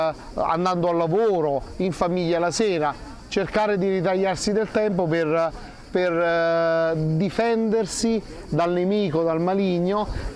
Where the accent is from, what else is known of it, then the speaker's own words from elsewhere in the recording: Montesarchio, Campania, Italy; Noi veniamo da Montesarchio, un paese in provincia di Benevento.